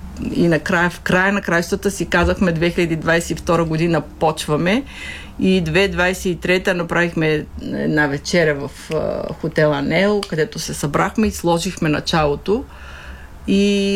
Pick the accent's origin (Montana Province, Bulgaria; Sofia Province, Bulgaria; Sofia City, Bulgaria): Montana Province, Bulgaria; Varshets; born there; moved away; аз това разказвам, че съм родена от Вършечко